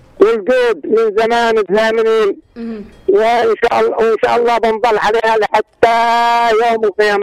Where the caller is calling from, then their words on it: Aden, Yemen; أهلا وسهلا بكل من يريد يزور عدن ولا يزورنا